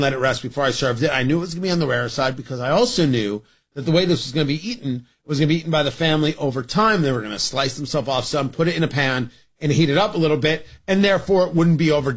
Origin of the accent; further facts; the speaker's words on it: Indiana, United States; we're from Indiana.